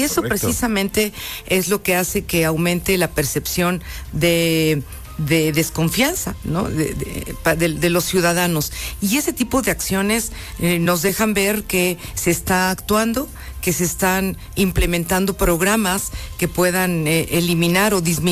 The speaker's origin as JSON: {"language": "Spanish", "town": "Teziutlán", "region": "Puebla", "country": "Mexico", "said": "Y mira que yo soy de Teciutlán, soy teciuteca"}